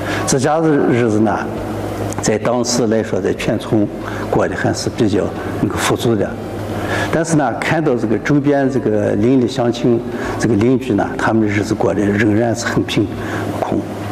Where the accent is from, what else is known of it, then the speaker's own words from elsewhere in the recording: China; 我是土生土长在腰站村的人，我呢最懂我们这片戈壁土地上的这个贫瘠